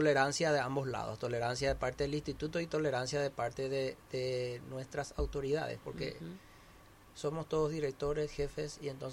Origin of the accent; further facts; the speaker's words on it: Paraguay; somos nosotros los paraguayos.